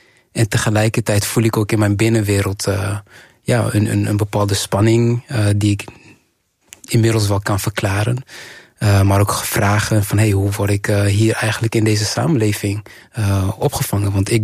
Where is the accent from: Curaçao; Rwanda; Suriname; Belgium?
Rwanda; Dutch is a second language; now in Netherlands; Mijn nationaliteit verandert en ik ben Nederlander op papier. Maar mijn naam, mijn Rwandese naam, mijn geboorteplaats, mijn paspoort zegt precies waar ik vandaan kom.